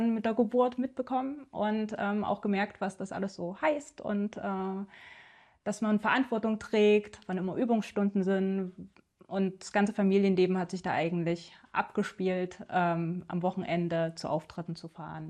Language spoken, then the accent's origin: German; Central Germany, Germany; also born or lived in Stuttgart; Aber irgendwie ist Mitteldeutschland meine Heimat. Also ich bin nicht ganz angekommen und es hat mich immer wieder irgendwie in den Osten gezogen.